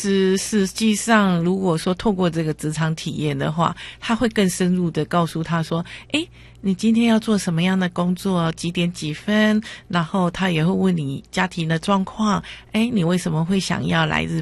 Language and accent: Chinese; Taiwan; 像我们台湾人的话就很直接的就跟你就是这样对不起，就是不可以的。